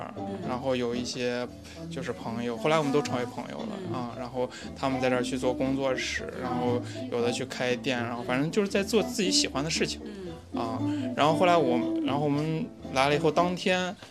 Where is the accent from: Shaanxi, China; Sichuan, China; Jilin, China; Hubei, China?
Shaanxi, China; Xi'an; 我是西安本地人，